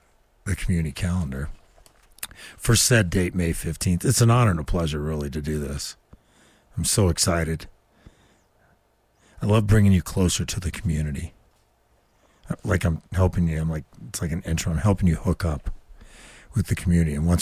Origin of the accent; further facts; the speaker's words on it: Indianapolis, Indiana, United States; I'm from Indiana and Indy.